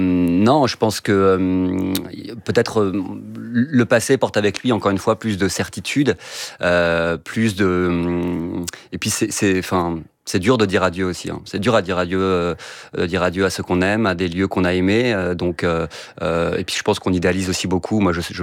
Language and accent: French; Brittany, France; Mais bon, justement, en tant que vacancier, moi, je parle pas en tant que Breton, je parle en tant que vacancier.